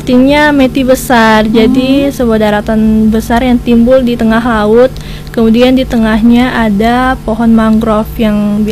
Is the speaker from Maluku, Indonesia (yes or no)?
yes; Kaibobu, Maluku, Indonesia; saya terpikir kampung halaman saya, Kaibobu